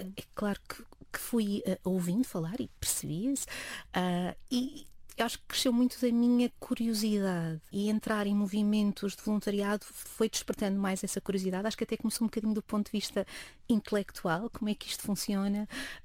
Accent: Mértola, Alentejo, Portugal; Eu sou do Conselho de Mértola, de uma das freguesias do Conselho de Mértola, portanto o Alentejo muito profundo. Foi lá que nasci, foi lá que eu vivi os primeiros anos da minha vida.

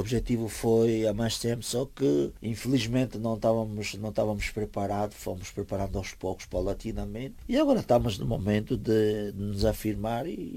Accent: Angola; moved away; Para mim será bom estar na minha terra natal

